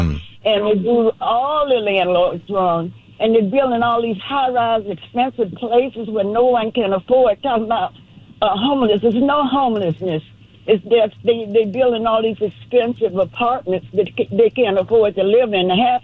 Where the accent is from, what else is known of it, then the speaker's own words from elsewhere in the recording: Los Angeles, California, United States; Hi, I am from Los Angeles.